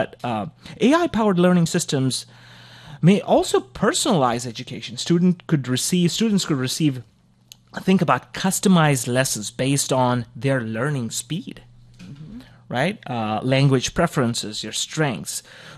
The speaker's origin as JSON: {"language": "English", "region": "Goa", "country": "India", "tie": "born or raised there", "moved": "yes", "said": "I grew up in Goa, you know, and by heart right here. But we kind of transitioned. We lived there abroad."}